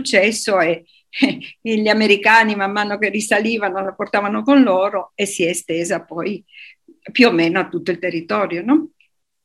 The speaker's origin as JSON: {"language": "Italian", "town": "Turin", "region": "Piedmont", "country": "Italy", "said": "Io sono di Torino e quindi diciamo vicina ad altro tipo di ricette, di tipi di primi piatti"}